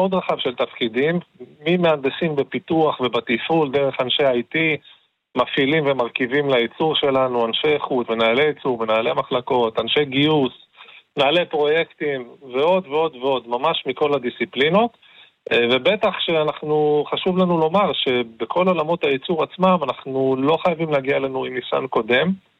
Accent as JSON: {"language": "Hebrew", "region": "Northern District", "country": "Israel", "tie": "born or raised there", "said": "אני צפוני, גדלתי בצפון, בחרתי להקים ולבנות את הבית בצפון"}